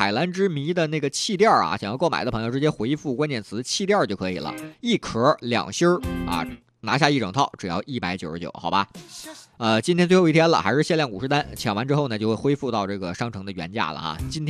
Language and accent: Chinese; Liaoning, China; 我是辽宁人